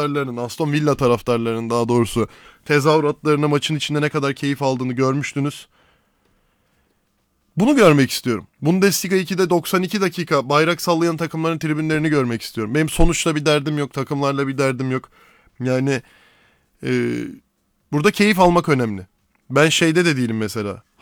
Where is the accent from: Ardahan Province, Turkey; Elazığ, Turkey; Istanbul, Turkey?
Istanbul, Turkey; born there; semt olarak da doğma büyüme Beşiktaş'ta olduğu için hani o semt kültürü, Beşiktaş'ın semt takımı kültürünü de çok içselleştirip bir şekilde evrimini sürdüren bir aile. O yüzden bunun etkisinde de büyüdüm ben.